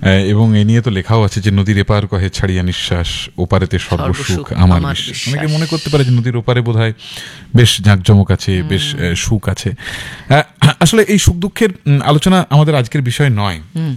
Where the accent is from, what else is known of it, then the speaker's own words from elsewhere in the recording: India; ছোটবেলায় আমরা যারা দামোদর তীরে বেড়ে উঠেছি